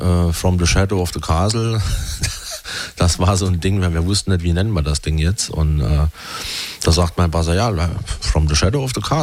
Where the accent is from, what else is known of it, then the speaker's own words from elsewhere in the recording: Ottweiler, Saarland, Germany; Ich selbst komme aus Ottweiler und die Band setzt sich zusammen aus dem Kreis Neunkirchen und Kirkel. Das ist halt alles auch Saarland, ne?